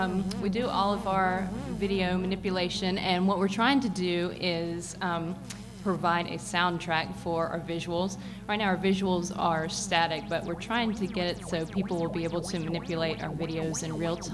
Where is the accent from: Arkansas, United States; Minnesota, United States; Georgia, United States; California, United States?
Georgia, United States; Griffin; Yeah, we're from Griffin, Georgia.